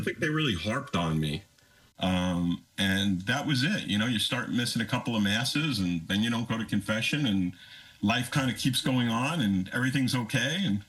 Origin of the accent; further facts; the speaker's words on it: New York, United States; growing up in New York